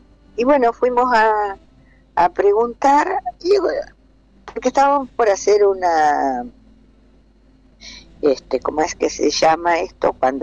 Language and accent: Spanish; Lucas González, Entre Ríos, Argentina; born there; also born or lived in Buenos Aires; yo soy nacida en Lucas